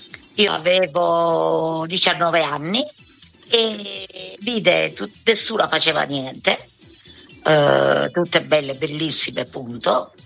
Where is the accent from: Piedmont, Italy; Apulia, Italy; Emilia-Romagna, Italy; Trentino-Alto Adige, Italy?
Apulia, Italy; Galatina; born there; Allora, io sono nata a Galatina, provincia di Lecce, un paesino, una cittadina molto bella, nel sud.